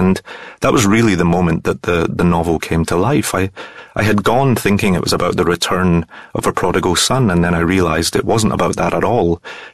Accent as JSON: {"language": "English", "town": "Glasgow", "region": "Scotland", "country": "United Kingdom", "tie": "born or raised there", "said": "Yes, I mean, I am a Scotsman who grew up in Glasgow, but I had never been to the Outer Hebrides before."}